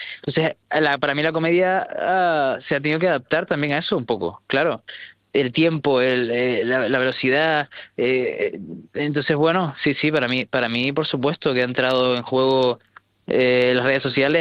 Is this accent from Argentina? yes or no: no; Tenerife, Canary Islands, Spain; De repente, pues yo mismo que soy de Tenerife, pues puedo irme allí a estar con ustedes